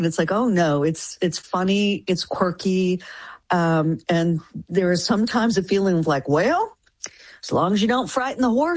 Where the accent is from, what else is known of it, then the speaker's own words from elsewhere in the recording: Denton, Texas, United States; fictionalized account of my hometown, which is Denton, Texas. But when I lived there, you know, it was very small.